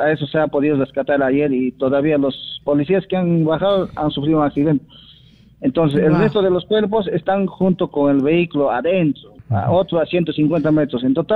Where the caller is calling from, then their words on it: Quillabamba, Cusco, Peru; nosotros somos de Quillabamba